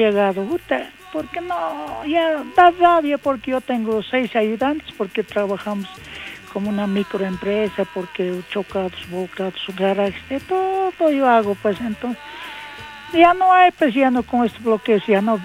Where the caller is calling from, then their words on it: Bolivia; que somos de Bolivia